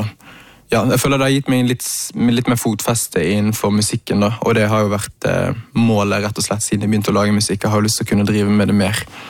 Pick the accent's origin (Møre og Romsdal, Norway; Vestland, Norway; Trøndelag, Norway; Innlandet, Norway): Vestland, Norway; Bergen; now in Oslo, Norway; Til de som ikke kjenner meg, så er jo jeg først og fremst en bergenser, vaskeekte. ja, født og oppvokst i Bergen, og liksom har bodd i Oslo da, i mange år